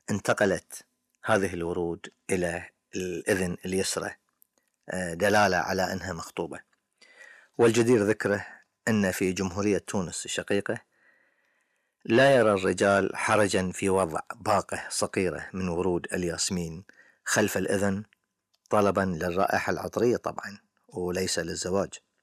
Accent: Bahrain; وعندنا في البحرين

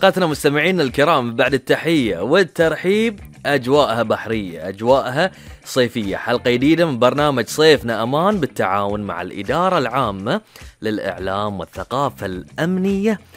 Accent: Bahrain; احنا في مملكه البحرين

